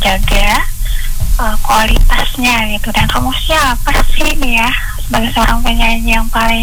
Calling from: Maluku, Indonesia; Saya dari Indonesia, Maluku Tengah, Pulau Serang.

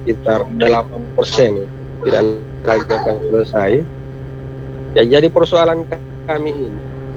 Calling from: Sigi, Central Sulawesi, Indonesia

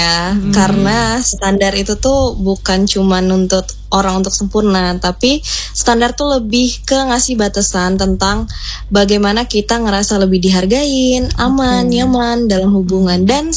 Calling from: Lampung, Indonesia; aku asalnya asli dari Lampung. Terus tuh umur aku 21 tahun

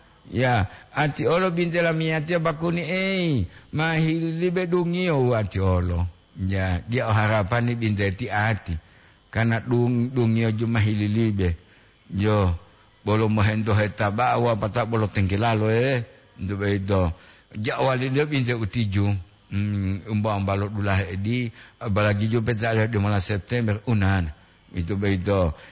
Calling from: Bitung, North Sulawesi, Indonesia; Nah, ini gua dari Bitung. Nu bekerja di kapal, Kang.

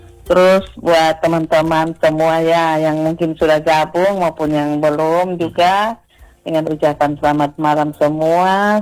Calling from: Maumere, East Nusa Tenggara, Indonesia; di Desa Geliting, desa kami punya

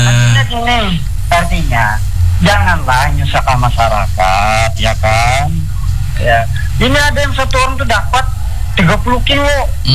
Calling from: Malang, East Java, Indonesia; Iya, aku dari Malang

